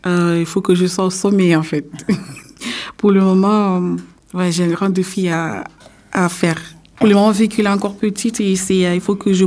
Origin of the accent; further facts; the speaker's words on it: Mayotte; also born or lived in Castres; now in Rennes, France; j'ai 37 ans, je viens de Mayotte.